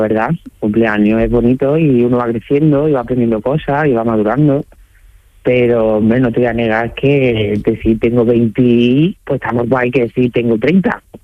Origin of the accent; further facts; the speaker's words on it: Córdoba, Andalusia, Spain; born there; also born or lived in Seville / Granada; now in Málaga, Spain; Pues mira, yo soy nacido en Córdoba. Entonces, pues, en mi ciudad, evidentemente, en Sevilla, en Granada y en Málaga, que es donde estoy a día de hoy viviendo y trabajando.